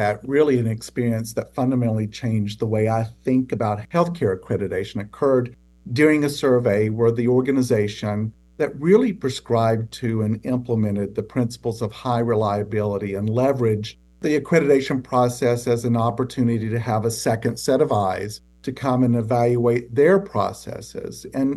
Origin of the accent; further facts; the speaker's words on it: Tennessee, United States; I started out at the bedside as an emergency department nurse in a critical access hospital located in my hometown in Tennessee.